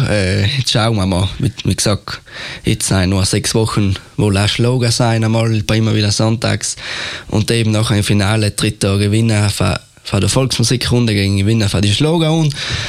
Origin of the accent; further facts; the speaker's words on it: Trentino-Alto Adige, Italy; als Südtiroler